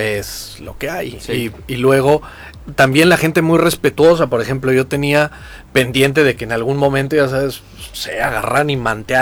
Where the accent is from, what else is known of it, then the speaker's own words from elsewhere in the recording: Mexico; porque somos los mexicanos los que estamos llenando los estadios en los tres países